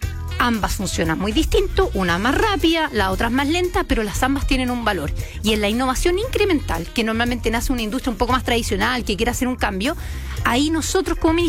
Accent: Chile; Y el foco se pone en lo que somos como chilenos y lo que es Chile.

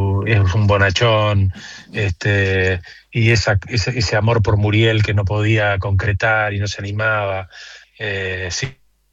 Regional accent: Buenos Aires, Argentina; soy un ruso de Villa Crespo

